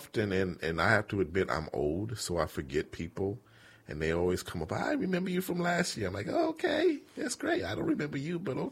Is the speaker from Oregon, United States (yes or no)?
no; Michigan, United States; I'm originally from Michigan, so going to Detroit is always a favorite of mine.